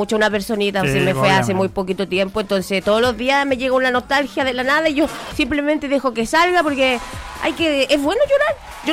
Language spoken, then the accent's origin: Spanish; Chile; Si hay algo que nos define como chilenos, más allá de la cordillera y nuestro castellano con el vuelvo propio